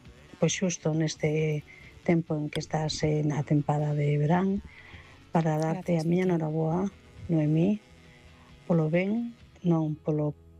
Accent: Vigo, Galicia, Spain; bueno, de volta xa de un periodo que estive en fora.

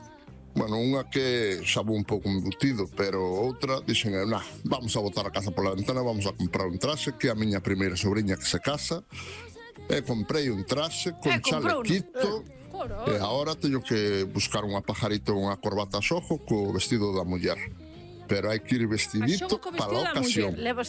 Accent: Vigo, Galicia, Spain; Bos días, equipo

